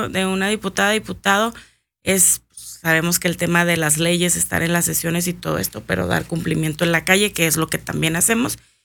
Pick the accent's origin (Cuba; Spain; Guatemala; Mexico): Mexico; Chihuahua; yo soy de Santo Niño